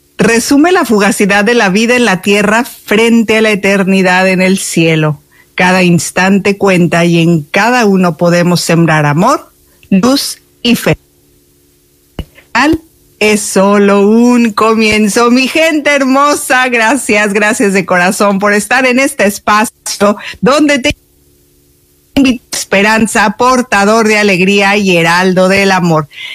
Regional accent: Mexico; Todo, incluso yo que soy mexicana, me simbra el corazón

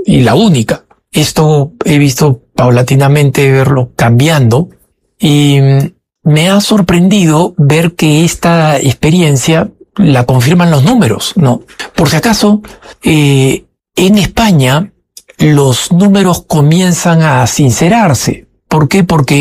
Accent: Peru; born there; also born or lived in Argentina; Yo recibí la nacionalidad española en el momento en que nací, ¿no? Nací en el Perú.

